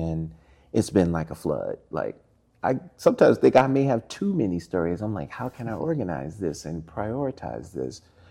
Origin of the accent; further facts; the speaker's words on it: St. Louis, Missouri, United States; born there; also born or lived in Tennessee; there was one bus that stopped right in front of my house in St. Louis that took me all the way downtown to the main branch of the public library.